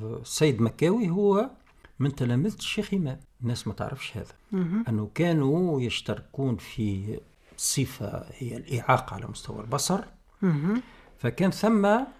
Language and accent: Arabic; Tunisia; أنا كمواطن تونسي